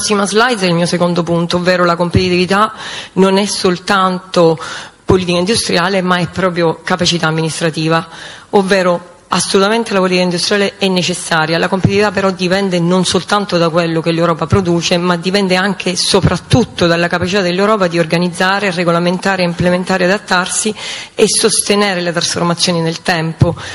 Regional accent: Sicily, Italy; accent: Sicilian

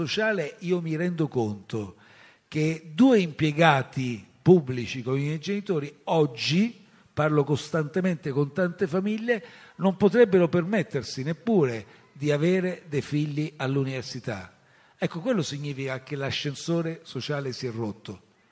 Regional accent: Volturara Appula, Apulia, Italy; born there; moved away; io sono nato a Voltura Rappula, qui vicino

